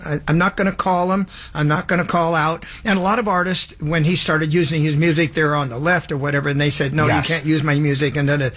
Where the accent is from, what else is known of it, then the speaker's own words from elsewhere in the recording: Sacramento, California, United States; also born or lived in Los Angeles; I'm from California, born